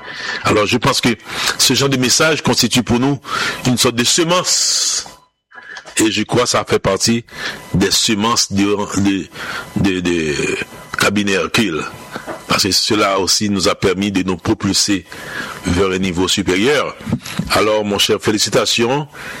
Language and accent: French; Haiti; Nous sommes d'Haïti, nous sommes haïtiens. Le pays a investi dans nous. Nous faisons dans le pays, nous respirons le pays.